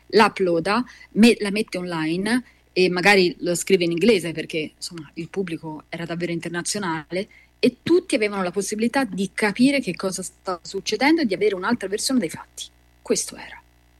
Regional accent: Prato, Tuscany, Italy; Io sono di Prato

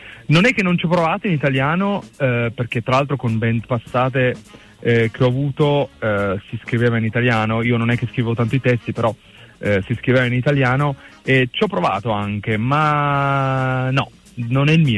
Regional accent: Cuneo, Piedmont, Italy

